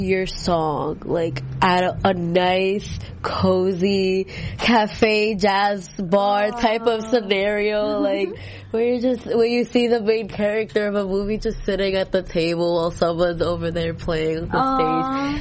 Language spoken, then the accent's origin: English; New York, United States; Growing up in New York, there was a lot of that everywhere.